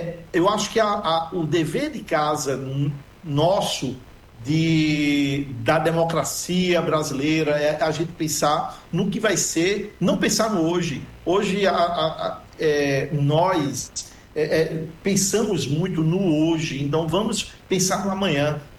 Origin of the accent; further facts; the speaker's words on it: North and Northeast, Brazil; de todos nós que somos do Norte e Nordeste.